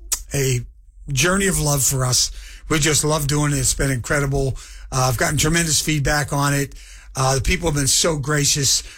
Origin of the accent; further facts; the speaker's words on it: Pittsburgh, Pennsylvania, United States; moved away as an adult; also born or lived in Philadelphia; now in Kansas City, United States; My hometown is Pittsburgh, Pennsylvania. Went to school in Philadelphia.